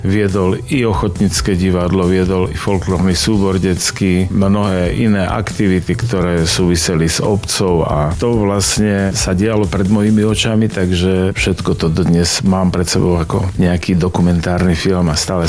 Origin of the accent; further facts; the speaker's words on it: Hermanovce, Prešov Region, Slovakia; Vyrastal som v Hermanovciach, ale mama ma porodila tu na v Prešove, ako už väčšina žien v tom čase možno. 10 rokov teda som bol v Hermanovciach aj so svojou rodinou, so súrodencami